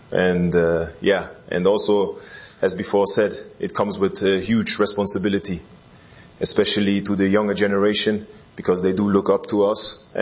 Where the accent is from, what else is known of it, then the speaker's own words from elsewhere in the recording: Berlin, Germany; English is a second language; And yeah, like I was born and raised in Berlin, grew up in Neukölln, so-called ghetto in Germany that time.